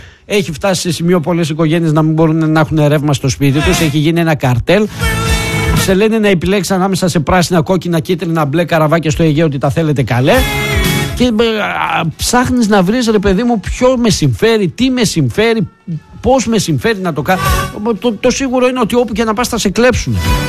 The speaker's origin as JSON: {"language": "Greek", "country": "Greece", "lives_now": "Thessaloniki, Greece", "said": "εγώ σαν Έλληνας κλείνω την επιχείρησή μου"}